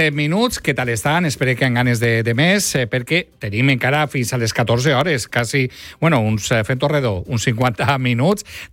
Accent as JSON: {"language": "Catalan", "town": "Oliva", "region": "Valencian Community", "country": "Spain", "said": "el meu poble, que és Oliva"}